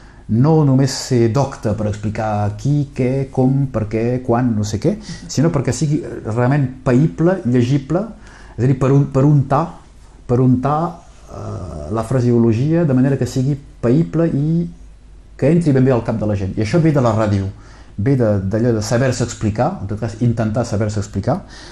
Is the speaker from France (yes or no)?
yes; Occitania, France; Catalan is a second language; also born or lived in Elna; now in Perpignan, France; Me costava parlar català, perquè com que jo no sóc espanyol, no sóc fill de Catalunya Sud, fa que no puc pas de cap manera tenir un català fluid en aquell temps.